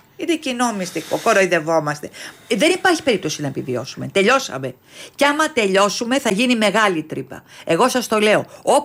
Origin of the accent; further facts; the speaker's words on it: Greece; Εγώ δεν μπορώ στην πατρίδα μου την Ελλάδα να νιώθω ξένη. Νιώθω ξένη στην πατρίδα μου.